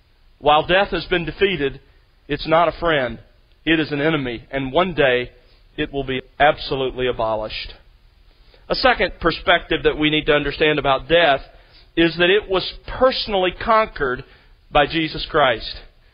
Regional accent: Alabama, United States; But often, as a boy growing up in South Alabama, I remember searching through the clover.

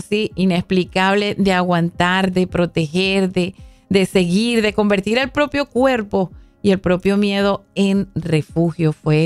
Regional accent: Venezuela; lo sucedido en Venezuela, en mi país.

